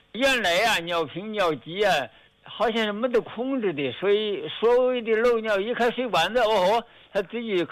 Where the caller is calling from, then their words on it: Wuhan, Hubei, China; 我是武汉的，澳门路。